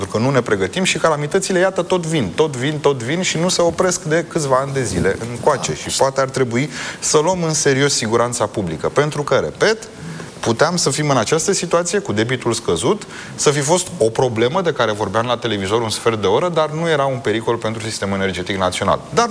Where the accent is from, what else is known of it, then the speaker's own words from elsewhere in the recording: Romania; pe care o avem ca români